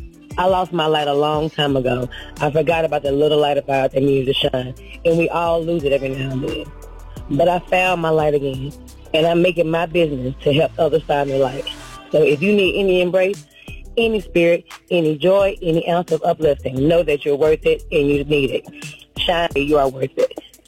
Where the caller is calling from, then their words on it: Warner Robins, Georgia, United States; I'm calling from Warner Robins, Georgia.